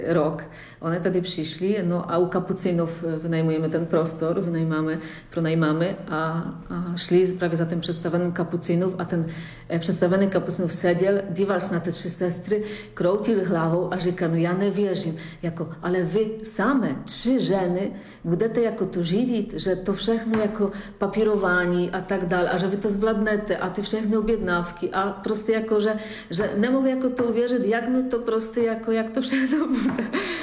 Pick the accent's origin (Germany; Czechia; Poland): Poland; now in Czech Republic